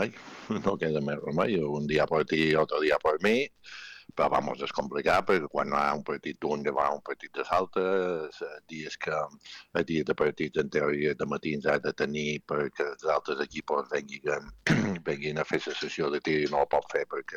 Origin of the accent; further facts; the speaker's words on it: Balearic Islands, Spain; Jo som mallorquí